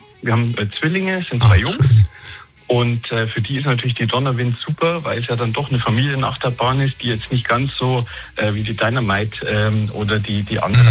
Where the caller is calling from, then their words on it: Bavaria, Germany; wir kommen aus Bayern